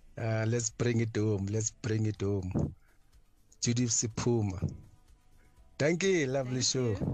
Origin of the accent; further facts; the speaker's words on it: Bushbuckridge, Mpumalanga, South Africa; now in Savannah City, South Africa; Originally from Bushbuck Ridge.